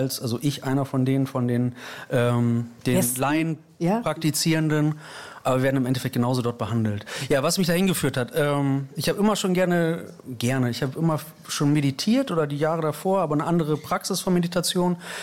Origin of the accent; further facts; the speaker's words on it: Osnabrück, Lower Saxony, Germany; moved away; Ich komme aus Osnabrück